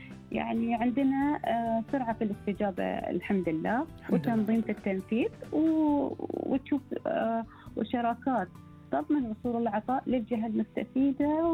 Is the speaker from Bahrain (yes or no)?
yes; Bahrain; ونترك أثر يعكس إنسانية البحرين